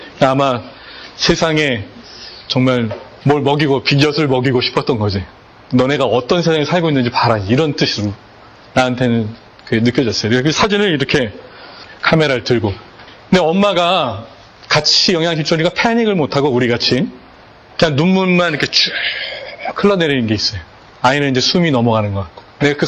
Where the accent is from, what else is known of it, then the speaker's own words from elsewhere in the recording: South Korea; now in United States; 제 아내는 여기서 자랐어요. 미국에서. 저는 한국에서 자랐고.